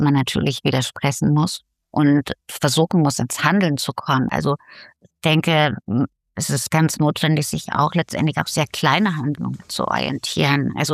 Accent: Riesa, Saxony, Germany; now in Leipzig, Germany; Ich bin in der DDR geboren, in Riesa, in ein sächsisches Mädchen sozusagen.

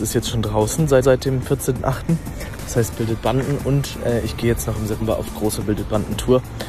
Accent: Hamburg, Germany; ich komme aus Hamburg.

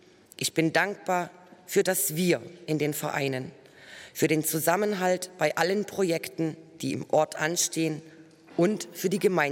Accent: Paaren, Brandenburg, Germany; Ich bin in Paaren geboren, bin hier aufgewachsen und habe hier auch selbst eine Familie gegründet.

